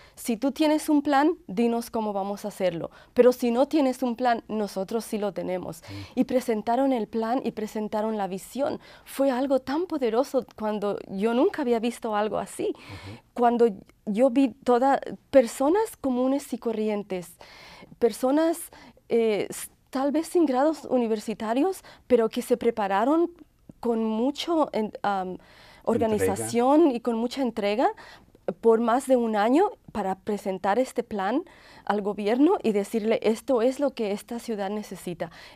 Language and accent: Spanish; Michoacán, Mexico; moved away; yo nací en México y vine a este país joven, aunque ahora tengo más años viviendo en este país, pero todavía soy mexicano. Del estado de Michoacán.